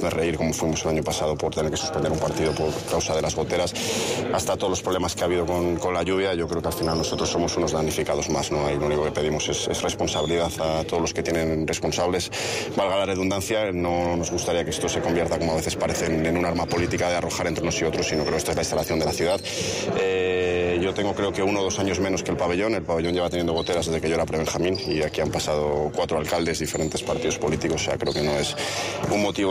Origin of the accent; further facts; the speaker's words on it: Valladolid, Castile and León, Spain; Está claro que tanto como entrenador del equipo como hasta como vallisoletano